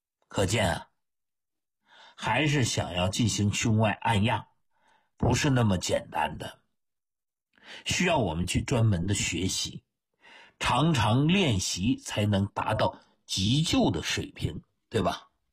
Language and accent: Chinese; China; 我们中国人有一句话啊，人命关天呐。